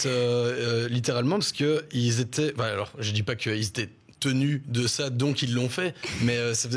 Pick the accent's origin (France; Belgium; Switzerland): Belgium; Arlon, Wallonia; parce qu'on vient d'Arlon, c'est tout en bas, en Belgique.